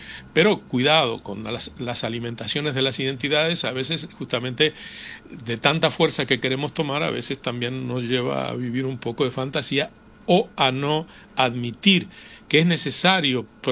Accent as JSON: {"language": "Spanish", "country": "Uruguay", "moved": "yes", "said": "deciden los ciudadanos que están en Uruguay, no los que estamos afuera"}